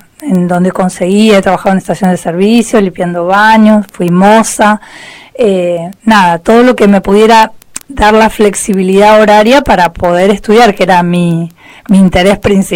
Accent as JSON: {"language": "Spanish", "town": "Ranelagh", "region": "Buenos Aires Province", "country": "Argentina", "tie": "born or raised there", "moved": "as an adult", "lives_now": "Patagonia, Argentina", "said": "yo nací en Capital Federal y me crié en el conurbano bonaerense, en la zona sur, en la localidad de Ranelac, partido de Berazategui."}